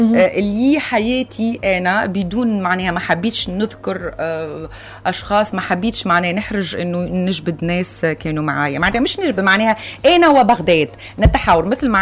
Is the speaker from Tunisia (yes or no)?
yes; Tunisia; لكن انا تونسيه بغداد وزادة هي في دمي ونصف ملامحي